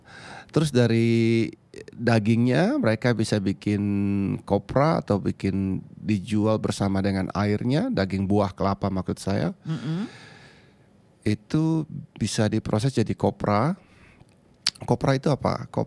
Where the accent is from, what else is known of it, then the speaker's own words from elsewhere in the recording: Tobelo, North Maluku, Indonesia; Di tempat saya di Tobelo itu ya ada satu pabrik di tempat asal saya gitu, Bu Sandra.